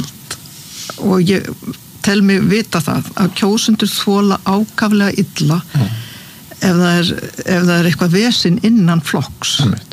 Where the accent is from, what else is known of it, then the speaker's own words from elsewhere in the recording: Suðurnesjabær, Southern Peninsula, Iceland; samfylkingin vann sigur í Suðurnesjabæ, mínum heimabæ.